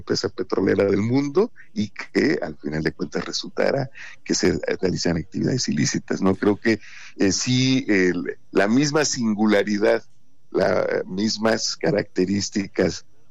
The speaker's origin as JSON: {"language": "Spanish", "region": "Veracruz", "country": "Mexico", "tie": "born or raised there", "moved": "yes", "said": "en mi patria chica, allá en Veracruz"}